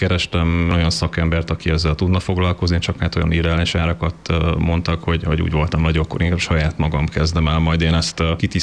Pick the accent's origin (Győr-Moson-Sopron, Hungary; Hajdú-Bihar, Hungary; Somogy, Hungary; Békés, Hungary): Győr-Moson-Sopron, Hungary; Győr; moved away as an adult; now in Székesfehérvár, Hungary; én győri vagyok, Győrben születtem, és én ide költöztem, kedvesem ez a lakást. A szerelem hozott végül is ide Székesfehérvárra